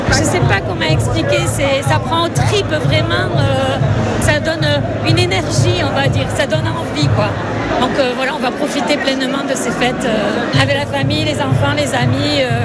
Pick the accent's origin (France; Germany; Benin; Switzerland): France; Bayonne, Nouvelle-Aquitaine; Moi, je suis bayonnaise, je suis née à Bayonne, j'ai toujours fait les fêtes de Bayonne.